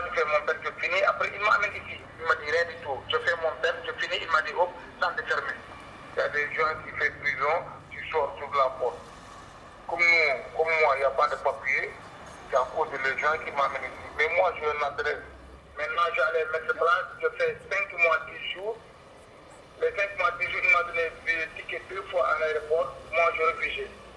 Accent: Senegal; moved away as an adult; now in Belgium; mon pays d'origine du Sénégal. Ouais, ça fait 8 ans que je suis là en Belgique. Moi, je venais ici en 2015

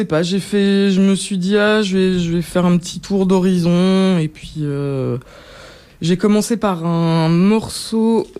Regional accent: Brussels, Belgium; Je suis bruxelloise.

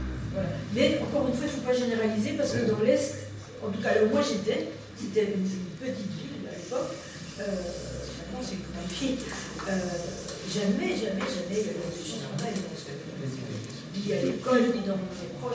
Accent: Katanga, DR Congo; À la même époque, moi j'ai vécu, j'ai passé toute mon enfance à l'est, au Katanga.

